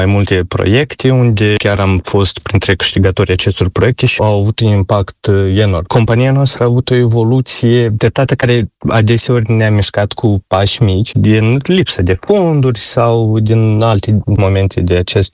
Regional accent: Moldova

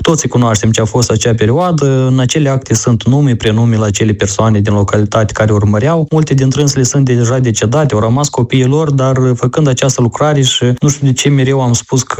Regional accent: Alcedar, Șoldănești District, Moldova; satul meu natal

